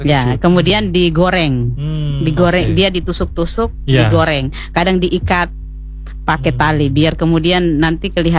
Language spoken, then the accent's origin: Indonesian; Latompe, Indonesia; born there; Jadi Latompe itu adalah desa kelahiran saya.